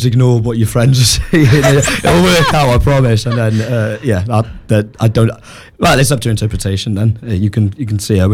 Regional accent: Wales, United Kingdom; I'm Welsh, I can't help it.

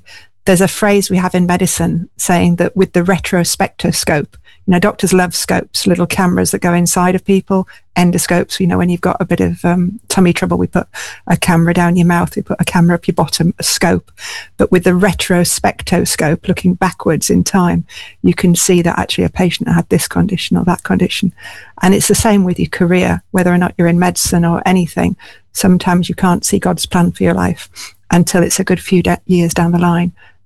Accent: Hull, Yorkshire and the Humber, United Kingdom; I grew up in Hull

